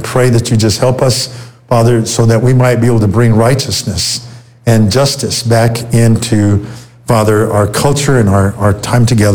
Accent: United States

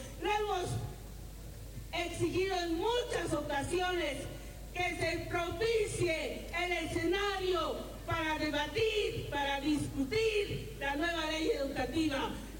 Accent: Bolivia; Como bolivianos no podemos aceptar aquello.

